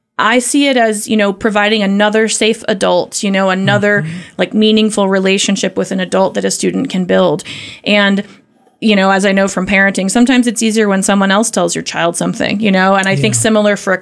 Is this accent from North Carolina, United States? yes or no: yes; North Carolina, United States; moved away as an adult; also born or lived in New York City; I grew up in North Carolina.